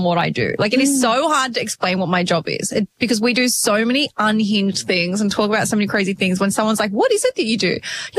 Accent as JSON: {"language": "English", "region": "Auckland", "country": "New Zealand", "moved": "yes", "said": "I am from the beautiful North Island. I'm from Auckland. So people say it's kind of like a small version of Sydney."}